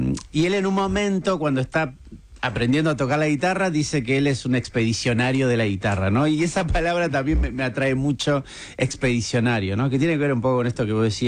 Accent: Corrientes, Argentina; como parte de la clase baja de este país, de la clase migrante también de este país, yo soy correntino

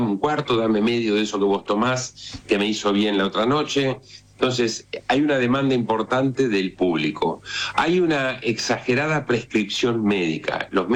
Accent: Argentina

